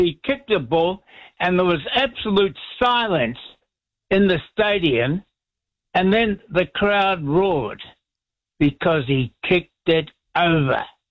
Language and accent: English; Timaru, Canterbury, New Zealand; I'm a Kiwi from Timaru.